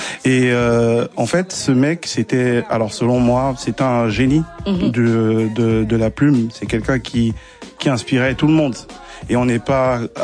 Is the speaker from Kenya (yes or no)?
yes; Nairobi, Kenya; on a grandi à Nairobi au Kenya.